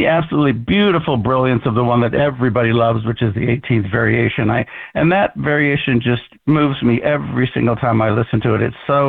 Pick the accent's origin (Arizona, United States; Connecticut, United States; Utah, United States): Utah, United States; Orem; from Orem, Utah, and my Friday favorite is